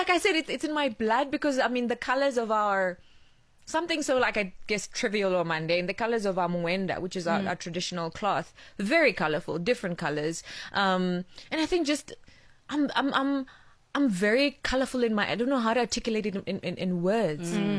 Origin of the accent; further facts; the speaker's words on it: Venda, Limpopo, South Africa; now in Johannesburg, South Africa; because I grew up there, it was just like, it's home